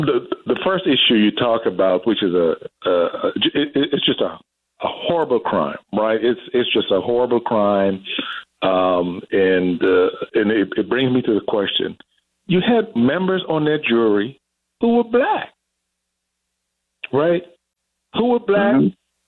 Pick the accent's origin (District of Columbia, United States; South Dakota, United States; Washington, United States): District of Columbia, United States; Washington; I grew up in Southwest D.C., and I own 2 apartments in every ward in D.C., multi-level of apartments.